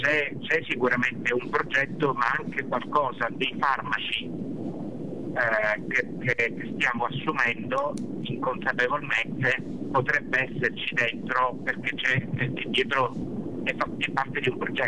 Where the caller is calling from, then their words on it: Sicily, Italy; parlo da siciliano